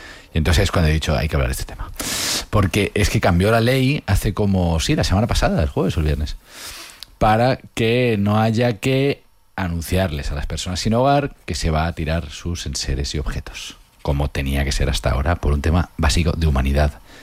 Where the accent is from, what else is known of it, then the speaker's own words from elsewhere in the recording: Madrid, Community of Madrid, Spain; sobre todo del Ayuntamiento de Madrid, que es mi tierra y la que más conozco.